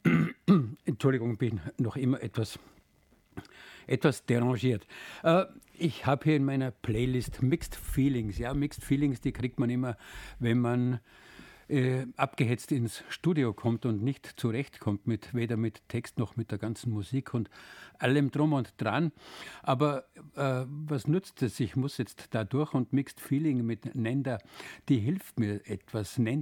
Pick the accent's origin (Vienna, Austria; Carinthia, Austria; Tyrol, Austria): Tyrol, Austria; Und für einen Tiroler Unterländler, wie ich es bin